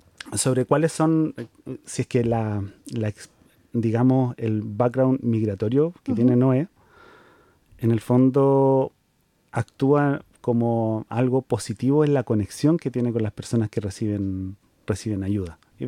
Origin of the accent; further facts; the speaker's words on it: Chile; moved away; yo vengo de Chile